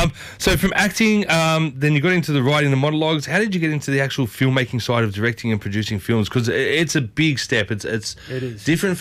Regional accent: Ryde, New South Wales, Australia; Where I grew up as well, I went to Ride Secondary College, which was Malvina back then.

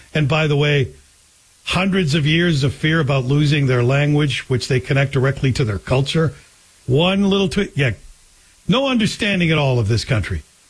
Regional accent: Canada; But to move there as a Canadian, I had to prove that I made more money than almost anyone in my field

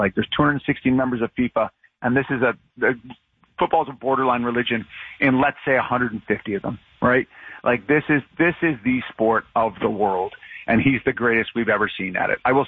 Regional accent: Vancouver, British Columbia, Canada; I'm from Vancouver originally.

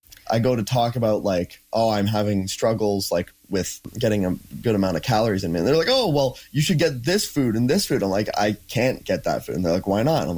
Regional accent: Coalhurst, Alberta, Canada; So I grew up in Coalhurst, Alberta.

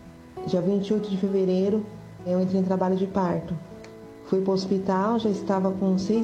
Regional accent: Mogi das Cruzes, São Paulo, Brazil; sou aqui de Mogi das Cruzes.

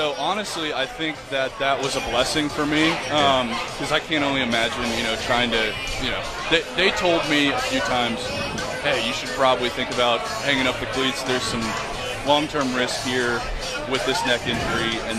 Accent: the South, United States; Man, growing up in the South, I didn't grow up a Notre Dame fan.

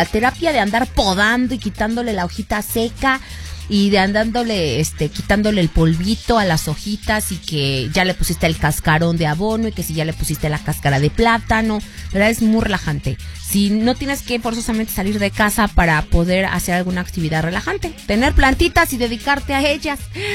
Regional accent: Mexico; Al Ritmo del Sabor. Como buenos mexicanos, de verdad somos bien planteros.

